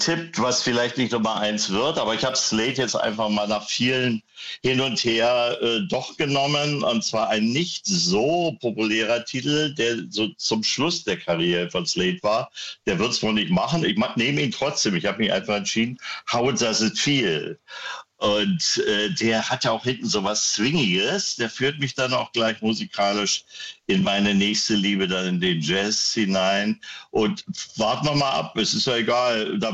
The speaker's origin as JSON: {"language": "German", "town": "Wittenberge", "region": "Brandenburg", "country": "Germany", "tie": "born or raised there", "said": "denn ich bin als Kind 1970, da ging es ja dann so langsam los damit, aus dem Lande, ich komme aus der Prignitz und bin vom Lande in die Stadt Wittenberge gezogen, die damals große Industrie- und Arbeiterstadt"}